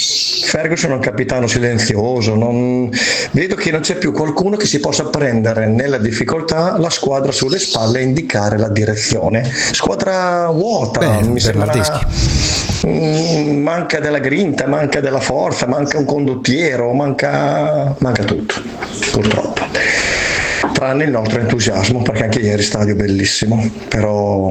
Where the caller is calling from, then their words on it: Bologna, Emilia-Romagna, Italy; Buongiorno … da Bologna.